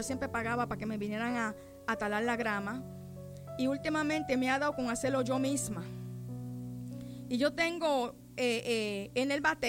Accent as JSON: {"language": "Spanish", "town": "Grove Place", "region": "St. Croix", "country": "U.S. Virgin Islands", "tie": "born or raised there", "said": "Yo nací, me crié en Grove Place, uno de los barrios más malos en esta isla, que ahí no se mete que no vive en Grove, ¿ok? Y yo soy de ese barrio, nacida y criada ahí."}